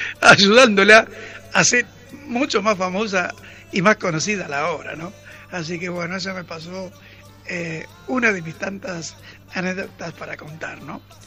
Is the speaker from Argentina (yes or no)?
yes; Tucumán, Argentina; Tucumán es mi tierra, es mi provincia de nacimiento, así que yo el NOA lo conozco todo.